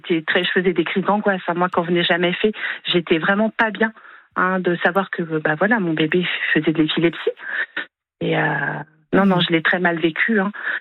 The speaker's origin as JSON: {"language": "French", "town": "Saumur", "region": "Pays de la Loire", "country": "France"}